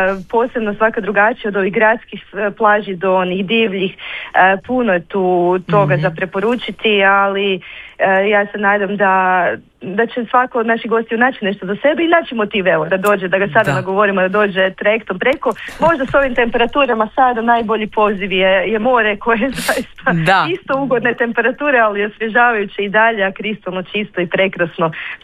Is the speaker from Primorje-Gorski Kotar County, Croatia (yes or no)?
yes; Cres, Primorje-Gorski Kotar County, Croatia; tu kod nas na Cresu